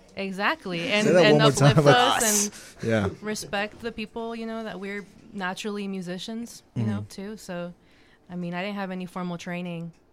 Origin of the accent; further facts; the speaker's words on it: Durango, Mexico; now in Gainesville, Georgia, United States; I'm from Durango, Mexico. So many of us here in Gainesville, Georgia.